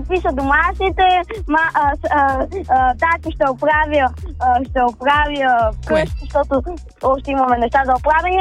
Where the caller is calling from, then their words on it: Sofia, Sofia City, Bulgaria; от София.